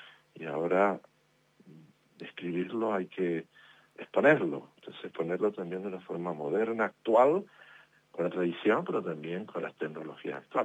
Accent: Teror, Canary Islands, Spain; Somos canarios, en este caso somos de Teror, tenemos que seguir viviendo, manteniendo nuestras costumbres.

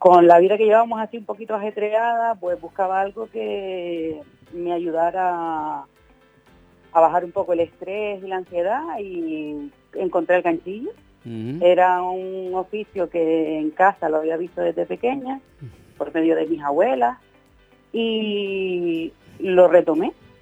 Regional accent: Arucas, Canary Islands, Spain

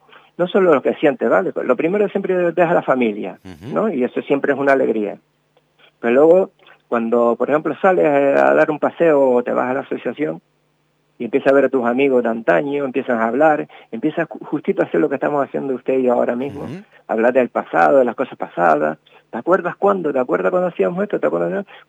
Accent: El Palmar, Canary Islands, Spain; moved away as an adult; now in Tenerife, Spain; yo nací en el Palmar, me crié en el Palmar

